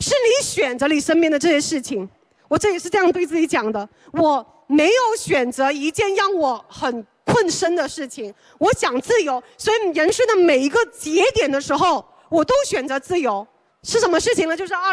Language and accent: Chinese; China; moved away; also born or lived in New York; 我是中国人啊，